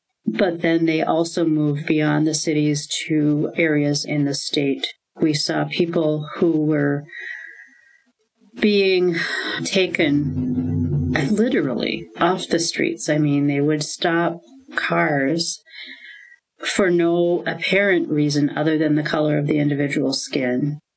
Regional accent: Minneapolis, Minnesota, United States; I'm from Minneapolis, Minnesota.

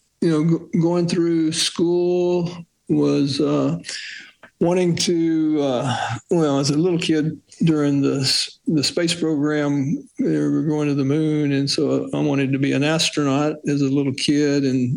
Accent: Houston, Texas, United States; I grew up here in Houston

